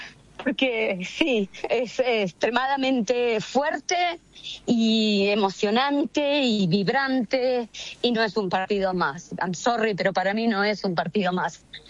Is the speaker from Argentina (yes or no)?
yes; Argentina; dentro del estadio algo va a pasar porque somos argentinos, ¿no? Y tenemos la sangre caliente.